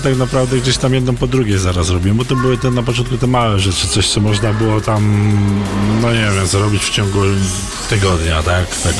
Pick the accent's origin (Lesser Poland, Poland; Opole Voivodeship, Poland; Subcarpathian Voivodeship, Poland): Opole Voivodeship, Poland; Zawadzkie; now in Łącznik, Poland; Ja w ogóle kiedyś mieszkałem gdzie indziej, bo ja pochodzę z Zawadzkiego, a mieszkam tu w Łączniku tak, od 25 lat